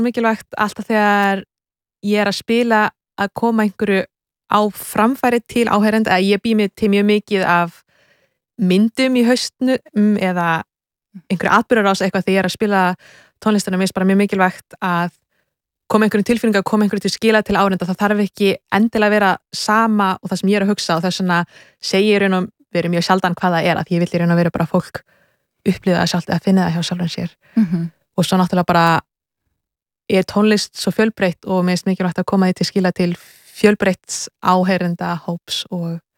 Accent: Kollafjörður, Capital Region, Iceland; now in Germany; Sko, náttúrulega, í Kollafirði eru fá hús, þannig að ég var náttúrulega mjög mikið út að leika sem barn og náttúrulega mjög mikið náttúra.

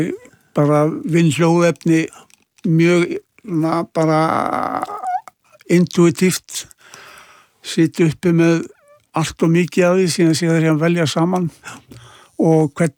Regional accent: Kópavogur, Capital Region, Iceland; Já, en ég óls líka upp í Kópavogi og, og mér fannst það alveg mjög gott líka.

